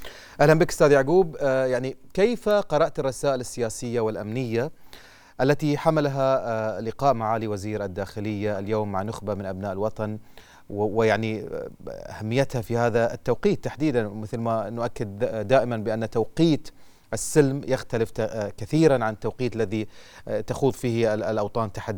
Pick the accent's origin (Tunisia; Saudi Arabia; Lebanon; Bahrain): Bahrain; نحن كبحرينيين نعلم جميعا،